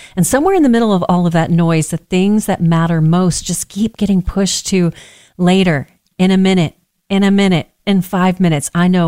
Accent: Texas, United States; and I'm from Texas, so you know that comes from with a certain mindset and attitude.

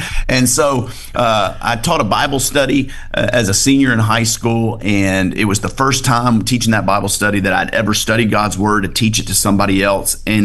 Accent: Bossier City, Louisiana, United States; I had a church in my hometown of Bossier City, Louisiana call.

